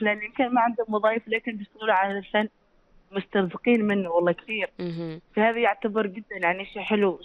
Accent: Salalah, Dhofar, Oman; انه صار فيه اهتمام في عندنا في صلالة

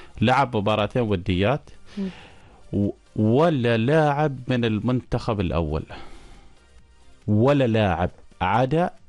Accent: Oman; نحن يعني كعمانيين

